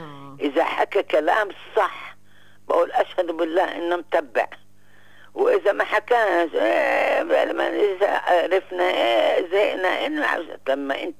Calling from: Palestine; إن إحنا فلسطينيين متفوقين

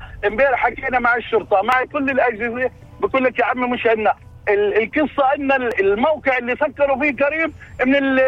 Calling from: Aboud, West Bank, Palestine

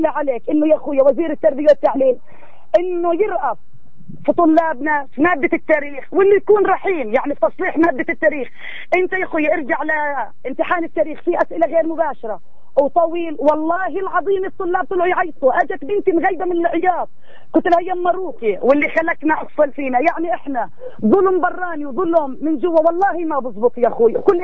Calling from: Palestine; أنا كمواطنة فلسطينية

